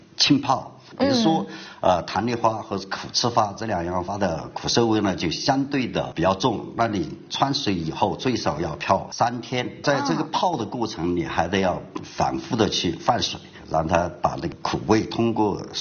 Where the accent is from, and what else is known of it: Yunnan, China